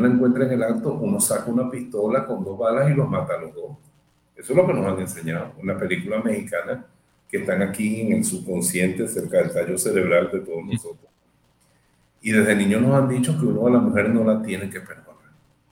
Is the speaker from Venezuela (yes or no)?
yes; Venezuela; Aunque yo sea hijo de alemanes, yo soy criollito, criollito. Usted me abre la vena y lo que sale es caldo de caraota venezolana.